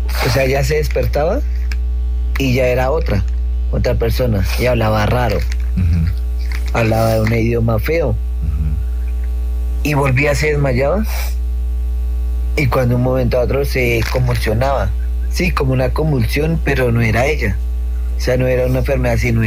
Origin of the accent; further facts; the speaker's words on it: Soacha, Cundinamarca, Colombia; yo soy de Soacha, Bogotá, y nos fuimos a vivir en el Rincón del Lago